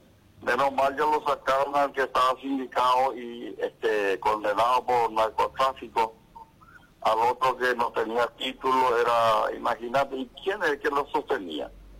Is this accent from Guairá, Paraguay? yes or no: no; San Bernardino, Cordillera, Paraguay; yo soy de San Bernardino, oriundo de ahí.